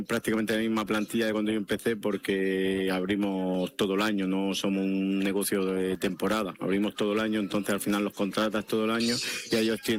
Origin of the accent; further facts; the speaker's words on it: Salobreña, Andalusia, Spain; Me encanta la playa y es que me encanta Salobreña, me encanta. ¿Qué te voy a decir? Es mi pueblo.